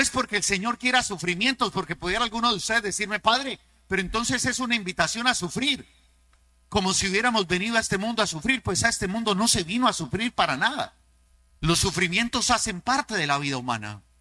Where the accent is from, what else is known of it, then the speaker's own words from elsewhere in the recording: Cúcuta, Norte de Santander, Colombia; cuando yo soy santandereano cucuteño de esos de que no me sé rajar.